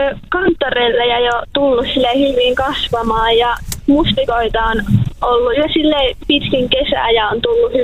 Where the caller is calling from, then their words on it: Ylöjärvi, Pirkanmaa, Finland; No, mä oon Ylöjärveltä